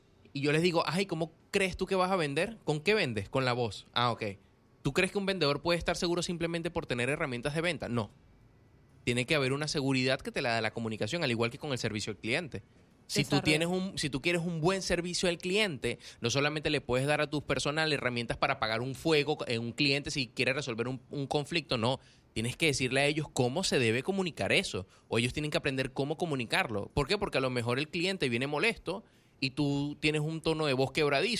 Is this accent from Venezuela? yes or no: yes; Venezuela; este es mi país